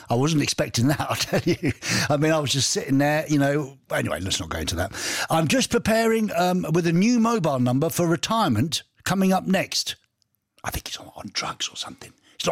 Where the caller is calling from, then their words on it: Güstrow, Mecklenburg-Vorpommern, Germany; Today I'm not from Pankow, but I'm from Gustrow, with a umlaut, Lars.